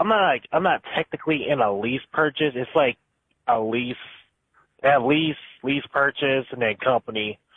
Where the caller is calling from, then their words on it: Oak Grove, Missouri, United States; I am checking in from Oak Grove, Missouri.